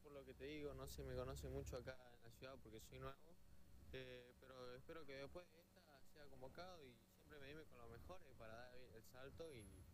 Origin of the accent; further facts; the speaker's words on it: Jujuy, Argentina; moved away; Bueno, entreno hace un año y medio con él, que vengo de Jujuy.